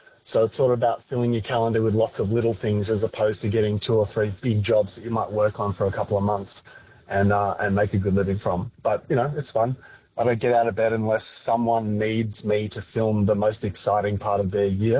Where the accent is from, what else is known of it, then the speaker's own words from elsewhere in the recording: Northern Territory, Australia; We at the territory punched so high above our weight